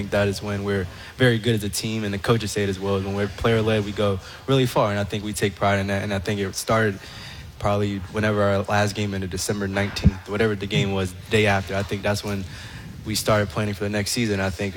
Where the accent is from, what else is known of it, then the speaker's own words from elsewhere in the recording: Alexandria, Virginia, United States; moved away; I am from Northern Virginia, Alexandria.